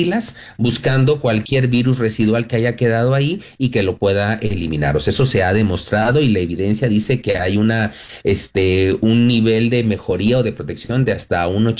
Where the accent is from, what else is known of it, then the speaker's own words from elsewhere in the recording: Mexico; yo soy mexicano